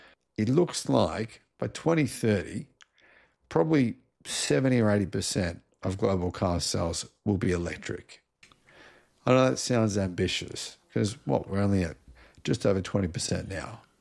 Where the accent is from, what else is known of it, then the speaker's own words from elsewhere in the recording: Australia; I'm Australian